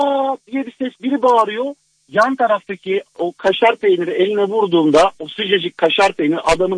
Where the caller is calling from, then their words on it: Istanbul, Turkey; ben İstanbul'dan.